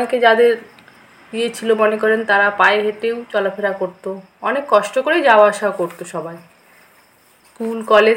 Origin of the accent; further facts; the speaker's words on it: West Bengal, India; আমরা তো এখানে 50 বছর ধরে আমি এই গ্রামে আছি, মানে বড় হয়েছি এখান থেকে।